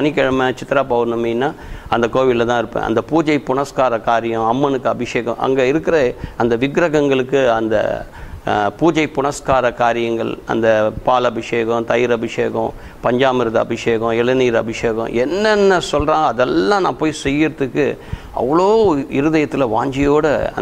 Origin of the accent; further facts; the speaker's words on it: Chennai, Tamil Nadu, India; வளர்ந்தது எல்லாமே Mylapore all India radio back சைடில் கார்னீஸ்வரர் கோவில் சீட் நம்பர் 40, அங்கே தான் நான் பிறந்து வளர்ந்தது எல்லாமே.